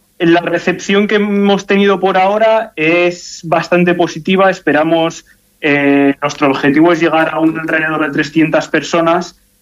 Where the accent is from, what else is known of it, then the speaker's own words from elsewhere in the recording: Spain; now in Denmark; sobre todo lo que organizamos somos españoles